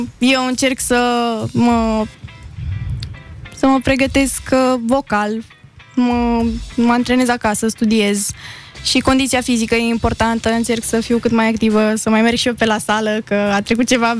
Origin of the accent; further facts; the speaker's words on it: Suceava, Suceava County, Romania; Eu sunt din Suceava.